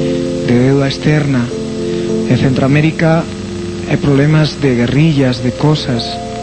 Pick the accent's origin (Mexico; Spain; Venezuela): Spain; En mi país, España, se nos ve multitudinariamente.